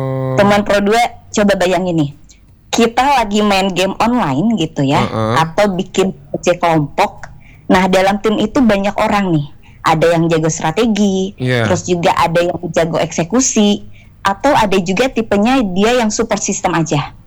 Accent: Sumedang, West Java, Indonesia; now in Bandung, Indonesia; kalau aslinya asli Sumedang, Kota Tahu.

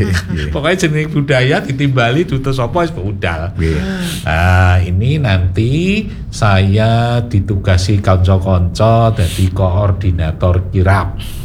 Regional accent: Indonesia; Tapi sekarang ini karena kita wong Jawa. Wong Jawa identik dengan wong Solo. Nah, wong Jawa ini identik dengan Solo.

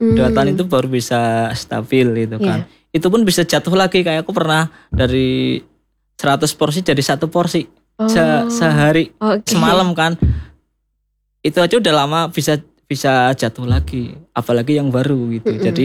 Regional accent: Purwokerto, Central Java, Indonesia; Memang kayak saya itu jangka panjang memang pengen jadi ikon di wilayah kita, kota saya sendiri

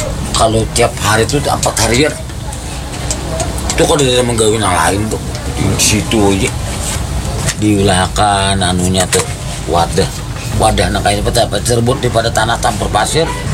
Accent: South Kalimantan, Indonesia; Tapi kalau kita orang Banjar, handap khas orang kita Banjar

